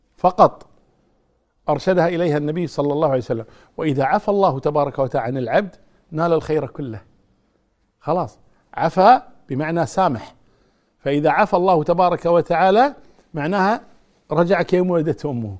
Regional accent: Kuwait

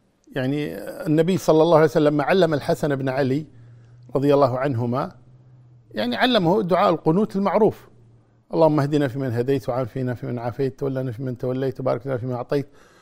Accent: Kuwait

